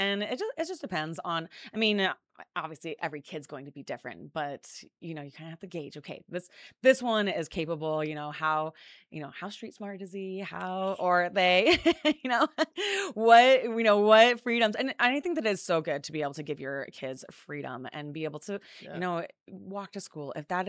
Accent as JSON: {"language": "English", "town": "Cedar City", "region": "Utah", "country": "United States", "tie": "born or raised there", "also_born_or_lived": "Ogden, Utah / New Harmony, Utah", "said": "I grew up here in Cedar City. I've lived in Cedar City since I was like 3 years old."}